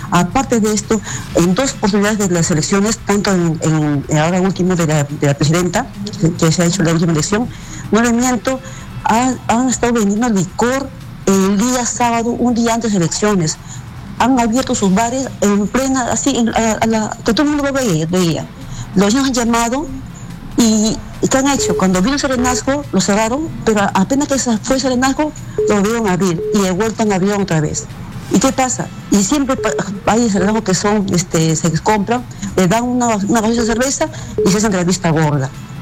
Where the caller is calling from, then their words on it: Lima, Peru; Yo vivo en Villa María, sí, yo vivo en Villa María de Triunfo